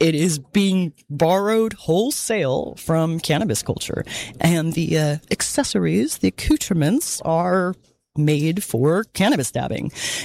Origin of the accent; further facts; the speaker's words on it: Portland, Oregon, United States; I'm a researcher at UCLA, but born and raised in Portland, Oregon, and I live here now.